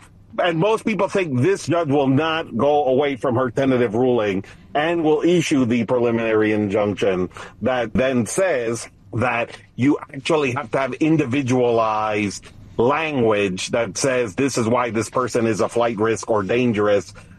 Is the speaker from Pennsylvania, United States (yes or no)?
no; Florida, United States; moved away; also born or lived in Washington, D.C.; I'm from Florida and I lived in D.C.